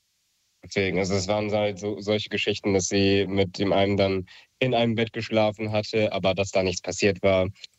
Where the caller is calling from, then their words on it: Marburg, Hesse, Germany; Ich komme aus Marburg.